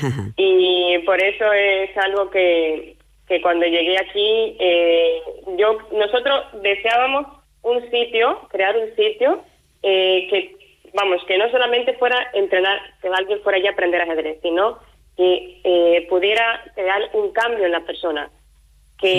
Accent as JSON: {"language": "Spanish", "country": "Cuba", "moved": "as an adult", "lives_now": "Logroño, Spain", "said": "tengo 27 años, llegué a España, bueno, soy cubana, llegué a España en plena pandemia, en noviembre del 2020."}